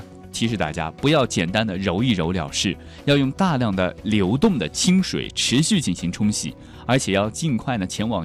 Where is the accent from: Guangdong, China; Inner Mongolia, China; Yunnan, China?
Yunnan, China; Kunming; accent: Kunming; 我们昆明话说摆不干净。